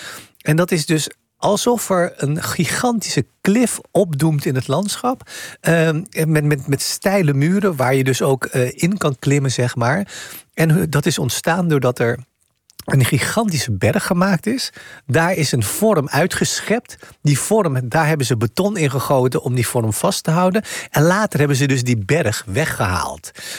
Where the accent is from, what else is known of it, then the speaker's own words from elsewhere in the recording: Oudenbosch, North Brabant, Netherlands; Ikzelf ben in Oudenbosch opgegroeid, een klein dorpje in Brabant.